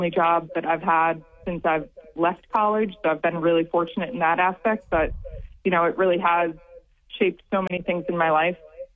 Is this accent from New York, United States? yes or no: yes; Long Island, New York, United States; moved away as an adult; also born or lived in Baltimore / Omaha; now in Little Rock, United States; I grew up on Long Island and then went to Loyola University in Baltimore